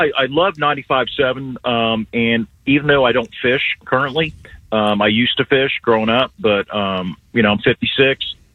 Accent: Lakeland, Florida, United States; So I grew up in Lakeland and would fish with my father with the old cane pole bobber worm at Lake Mirror.

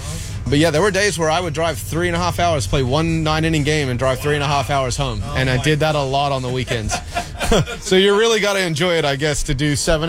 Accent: Canberra, Australian Capital Territory, Australia; Michael Collins, who I grew up with in Canberra

